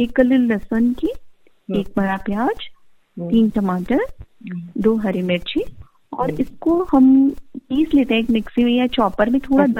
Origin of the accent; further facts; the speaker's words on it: Rajasthan, India; क्योंकि दाल बाटी के साथ हम राजस्थानी लोगों को कुछ तो चटकारा चाहिए